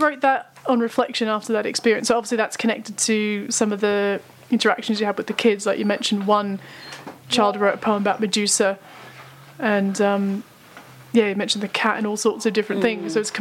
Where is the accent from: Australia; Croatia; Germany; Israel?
Australia; Melbourne, Victoria; of course, being from my hometown of Melbourne.